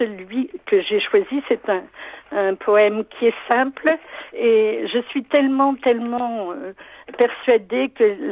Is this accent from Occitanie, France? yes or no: no; Versailles, Île-de-France, France; born there; je suis née à Versailles.